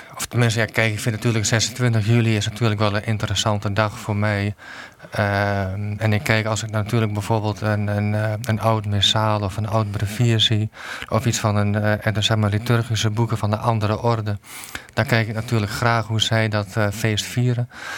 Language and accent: Dutch; Overijssel, Netherlands; Ik ben geboren en getogen in Twente. En dus mijn achternaam is ook een echt typisch Twentse naam.